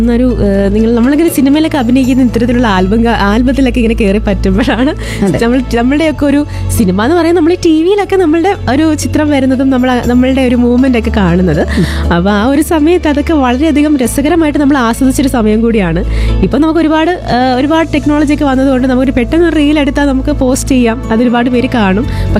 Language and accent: Malayalam; Kerala, India; ഒരു മലയാളി എന്ന നിലയിൽ കൂടി നമുക്ക് ഒരുപാട് അഭിമാനത്തിൻ്റെ നിമിഷങ്ങളാണ്.